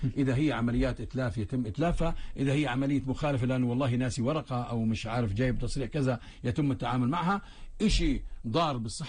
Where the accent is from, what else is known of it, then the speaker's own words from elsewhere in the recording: Palestine; إحنا كفلسطينيين